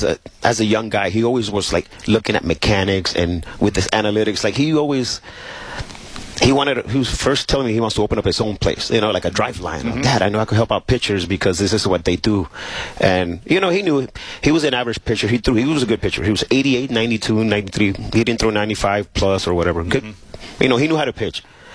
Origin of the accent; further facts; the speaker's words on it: Puerto Rico; There's just a lot of Puerto Ricans that come through the organization. That, you know, even though we're far from Puerto Rico to Seattle, but you know, it's good.